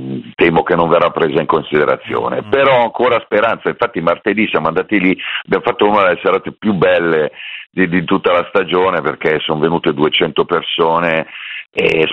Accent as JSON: {"language": "Italian", "town": "Milan", "region": "Lombardy", "country": "Italy", "said": "Io lo dico da milanese"}